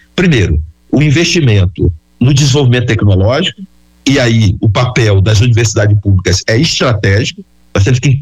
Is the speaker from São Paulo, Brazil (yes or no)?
no; Altamira, Pará, Brazil; moved away; eu morei em Altamira, no Pará, nos anos 70. Eu sou de uma família assentada da reforma agrária. Eu fui criado tomando banho no Rio Xingu.